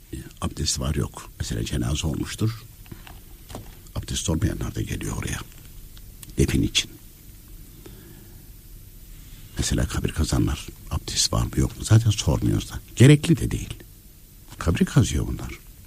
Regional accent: Konya, Turkey; kendim Konyalıyım

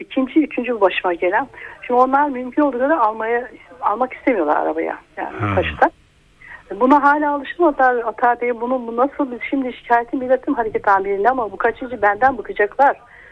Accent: Hendek, Sakarya, Turkey; Hendek'e gidiyorum, ilçemiz oluyor Sakarya'danım.

